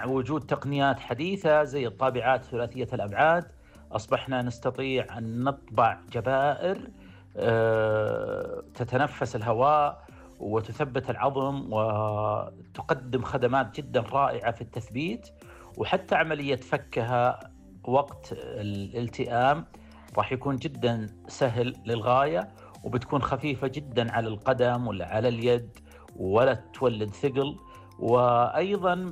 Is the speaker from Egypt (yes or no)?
no; Saudi Arabia